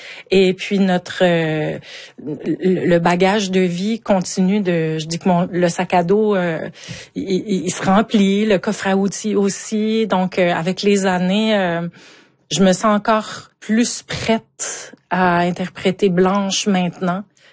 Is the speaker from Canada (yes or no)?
yes; Montmagny, Quebec, Canada; accent: Montmagny; moi j'ai un énorme accent de Montmagny. J'adore mon accent et je ne le change pas dans ma façon de parler quand je suis à l'étranger.